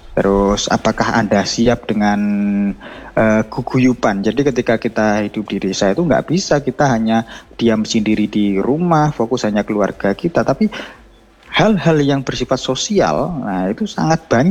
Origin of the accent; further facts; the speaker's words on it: East Java, Indonesia; now in Malang, Indonesia; Saya ini dari Malang Selatan, tepatnya di Kecamatan Donomulyo. Nah, ini saya ya dari kecil